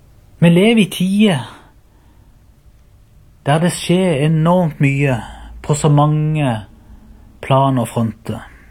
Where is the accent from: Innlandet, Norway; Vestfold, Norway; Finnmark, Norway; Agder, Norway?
Agder, Norway; Byremo